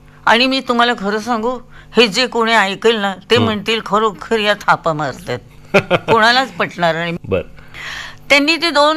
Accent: Maharashtra, India

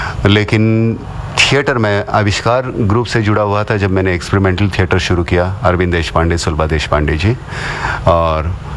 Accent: Murud-Janjira, Maharashtra, India; born or raised there

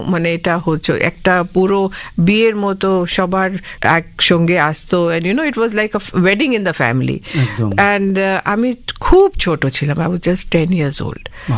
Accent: Kolkata, West Bengal, India; born there; also born or lived in Indore, Madhya Pradesh; আমি খুবই ছোট ছিলাম, আমার জন্ম হয়েছে ইন্দোর, মধ্যপ্রদেশ। আমার মা ওখান থেকে এসেছেন, তো খুব ছোট ছিলাম যখন মা আমাকে এখানে নিয়ে এসেছে। আর আমরা, আমার বাবা তো, আমার গ্র্যান্ডফাদার, আমার পুরো ফ্যামিলি অনেক আগে এসেছিলেন কলকাতায়। তো আমরা প্রথম থেকে অনেক বছর থেকে কলকাতায় সেটেলড

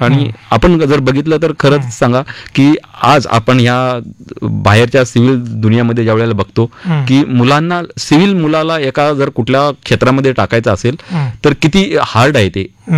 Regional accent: Shivtar, Maharashtra, India; कारण मी खेडेगावातला एक आहे, कोकणामध्ये खेड तालुका आणि शिवतर असं माझं गाव.

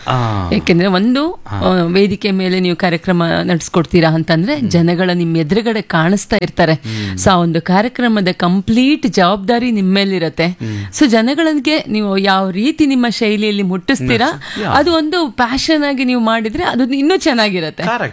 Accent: Raichur, Karnataka, India; moved away as an adult; now in Bengaluru, India; ನನ್ನ ಮೂಲತಃ ನನ್ನ ಊರು ರಾಯಚೂರು, ಮೂಲತಃ ಅಪ್ ಟು ಡಿಗ್ರಿವರೆಗೂ ಅಲ್ಲೇ ಓದಿರೋದು.

